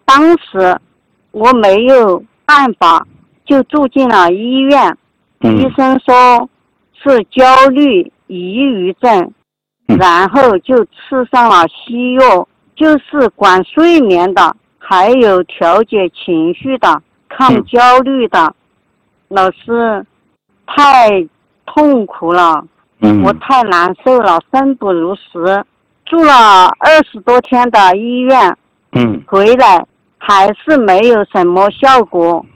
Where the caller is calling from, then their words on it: Sichuan, China; 我来自于四川新月。今年61岁了。1964年农历10月23日出生。